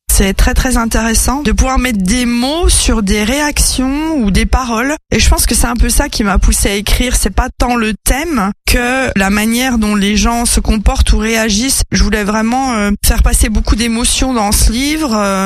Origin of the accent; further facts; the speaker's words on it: Dijon, Bourgogne-Franche-Comté, France; je peux me considérer comme dijonnaise vu que je suis née à Dijon et que je vis depuis ici depuis assez longtemps